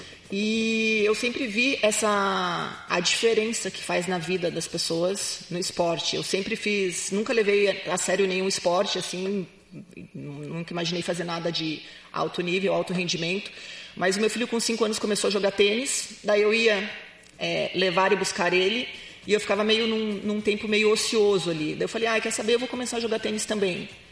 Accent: Florianópolis, Santa Catarina, Brazil; now in Curitiba, Brazil; Eu sou Marazinha da Ilha. A maioria das pessoas, pelo tua, as pessoas confundem, que acham que eu sou gaúcha. Mas em Floripa, nós falamos tu também.

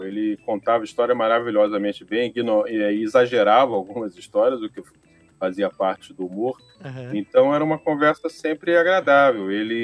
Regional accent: Rio de Janeiro, Brazil; eu sou meio suburbano, sou do Grajaú, perto de Vila Isabel

